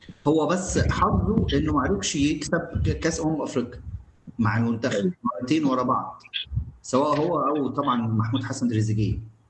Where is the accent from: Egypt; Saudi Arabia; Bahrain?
Egypt; انا شخصيا كمصري